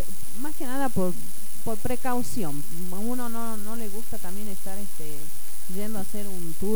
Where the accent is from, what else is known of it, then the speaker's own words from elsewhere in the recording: Argentina; algo que nos represente, ¿no? Como argentinos